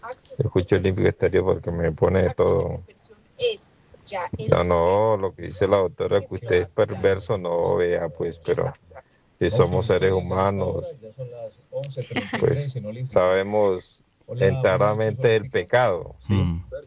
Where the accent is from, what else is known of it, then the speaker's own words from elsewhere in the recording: Santa Marta, Magdalena, Colombia; now in Medellín, Colombia; voy para 2 años de estar aquí en Medellín. Yo soy de la costa, soy de Santa Marta.